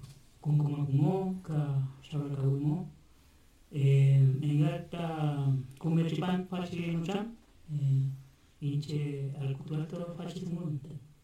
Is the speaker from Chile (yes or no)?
yes; San Juan de la Costa, Los Lagos, Chile; también vengo de San Juan de la Costa, de Osorno